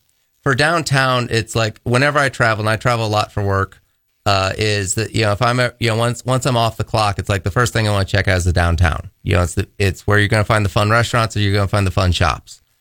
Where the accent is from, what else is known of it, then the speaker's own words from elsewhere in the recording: St. Louis, Missouri, United States; now in Bismarck, United States; growing up in St. Louis.